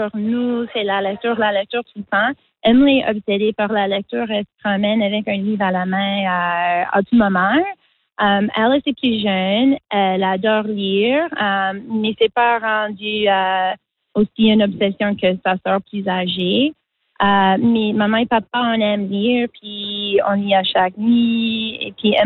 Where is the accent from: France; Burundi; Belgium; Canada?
Canada; Newfoundland and Labrador; French is a second language; now in Prince Edward Island, Canada; J'étais élève d'immersion tardive à Terre-Neuve où que j'ai grandi.